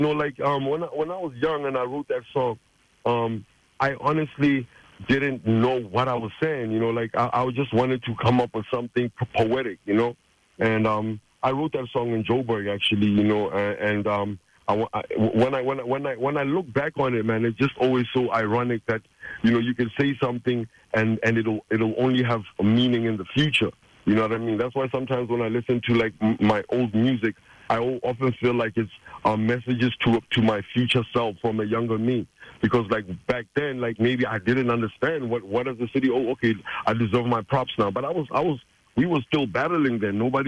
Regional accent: Jwaneng, Southern District, Botswana; You know, I grew up in Jwaneng amongst like a golden era pretty much that, you know, Debswana had ushered in and afforded us, you know. So we had a cosmopolitan, multicultural environment.

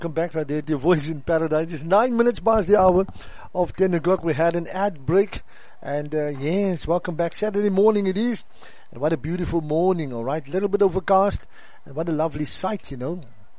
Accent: Port Elizabeth, Eastern Cape, South Africa; So my hometown.

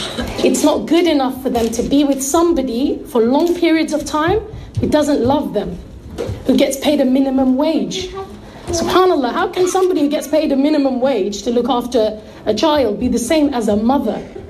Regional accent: London, United Kingdom; born there; I went to a girls' school in Barnet.

